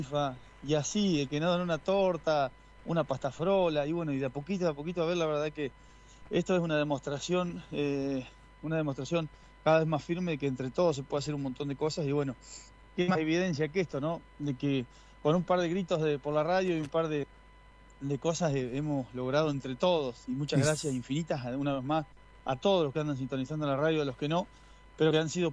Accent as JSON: {"language": "Spanish", "town": "Conesa", "country": "Argentina", "said": "la mayoría somos de acá de Conesa."}